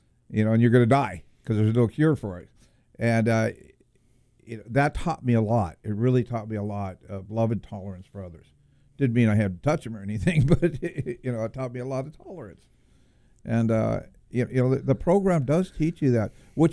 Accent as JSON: {"language": "English", "town": "Compton", "region": "California", "country": "United States", "tie": "born or raised there", "said": "I grew up in Compton, where it was back in the 60s and 70s."}